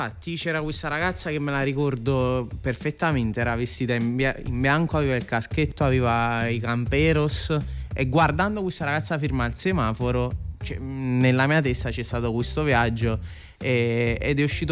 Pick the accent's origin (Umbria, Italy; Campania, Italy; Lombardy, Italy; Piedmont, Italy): Campania, Italy; Naples; Diciamo che noi cantiamo in italiano, però comunque siamo napoletani e si sente.